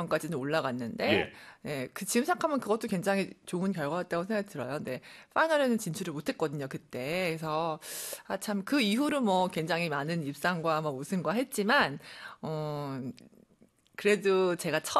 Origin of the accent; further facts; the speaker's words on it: South Korea; 저는 어쨌든 한국 사람이니까